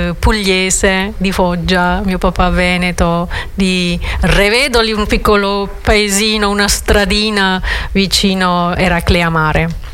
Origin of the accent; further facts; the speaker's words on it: Ratingen, North Rhine-Westphalia, Germany; born there; ich bin in Ratingen, in Deutschland, in wunderschönen Nordrhein-Westfalen, nördlich von Düsseldorf geboren.